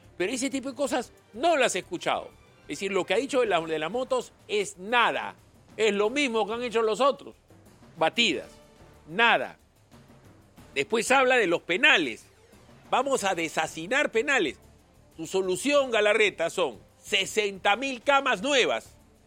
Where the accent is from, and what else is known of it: Peru